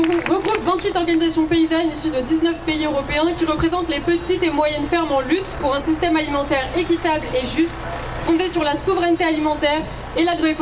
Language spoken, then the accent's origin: French; Netherlands; Je viens des Pays-Bas et je suis paysanne